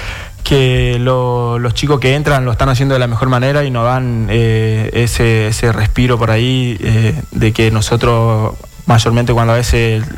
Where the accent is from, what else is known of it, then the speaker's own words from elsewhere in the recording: Sáenz Peña, Chaco, Argentina; Sí, bueno, yo soy de Sáenz Peña, me fui a Colón. Estuve 9 años en Colón, hice todas las inferiores